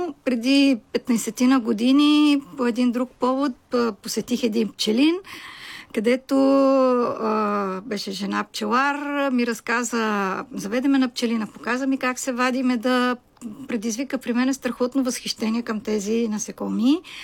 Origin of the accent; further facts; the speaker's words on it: Sofia, Sofia City, Bulgaria; Аз съм дете от София с всички роднини софиянци, така че като малка страдах, че нямам село.